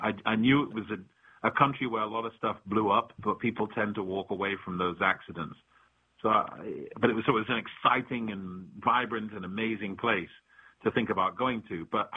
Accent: Stockport, North West England, United Kingdom; Dear coach, insert name here … I'm from Stockport, England. I'm 6'9" and black.

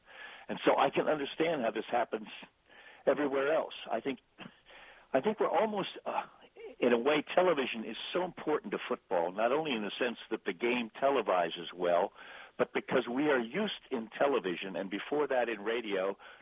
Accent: Baltimore, Maryland, United States; I grew up in Baltimore.

